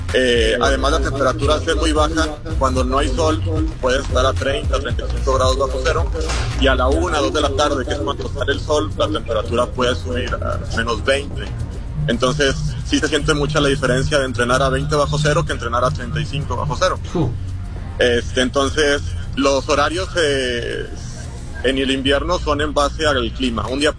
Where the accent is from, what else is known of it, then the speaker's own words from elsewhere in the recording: Mexico; Latinos hay argentinos, brasileños, Ahora ya somos tres mexicanos y europeos hay muy pocos.